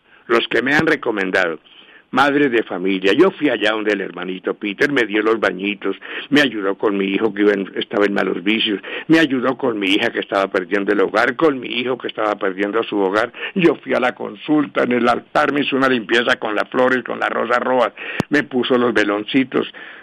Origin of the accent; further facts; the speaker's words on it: Bogotá, Colombia; yo soy de Bogotá, de Ciudad Caney, tenemos por acá un negocito